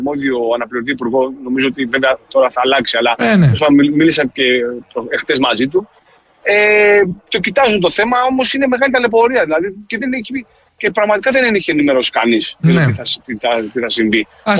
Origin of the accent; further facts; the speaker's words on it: Preveza, Epirus, Greece; Εγώ είμαι από την Πρέβεζα. Ναι. Δεν προέρχομαι από άλλη περιφέρεια. Πρεβεζάνος είμαι.